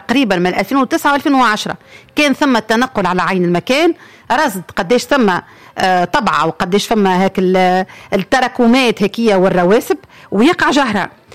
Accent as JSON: {"language": "Arabic", "country": "Tunisia", "said": "انا مواطن تونسي"}